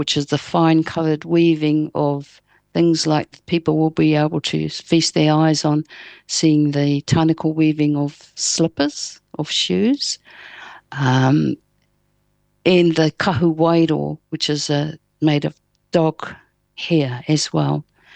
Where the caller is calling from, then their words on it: Auckland, New Zealand; I'm calling from the Tamaki Paingahera Auckland Museum.